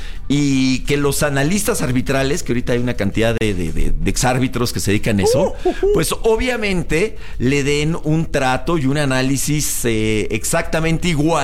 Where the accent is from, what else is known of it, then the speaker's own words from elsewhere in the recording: Mexico; Sí, terrible, porque así somos también los mexicanos.